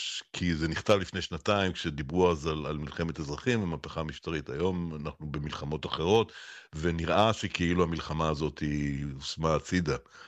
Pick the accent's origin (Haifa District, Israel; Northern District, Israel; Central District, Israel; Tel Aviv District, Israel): Tel Aviv District, Israel; Tel Aviv; moved away as an adult; now in Herzliya, Israel; אני התרחקתי מתל אביב, אני גר בהרצליה